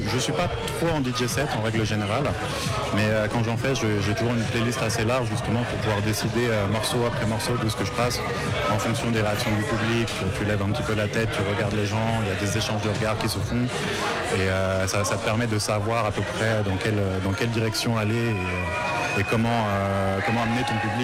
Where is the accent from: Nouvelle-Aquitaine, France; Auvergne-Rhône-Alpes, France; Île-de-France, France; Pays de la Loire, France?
Pays de la Loire, France; Nantes; très important en fait sur le calendrier de l'année en tant que Nantais avec le festival Scopiton